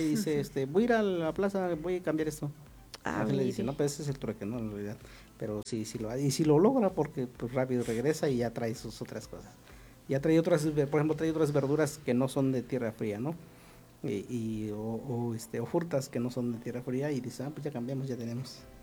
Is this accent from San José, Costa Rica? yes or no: no; Santa Lucía, Puntarenas, Costa Rica; Santa Lucía, Monteverde.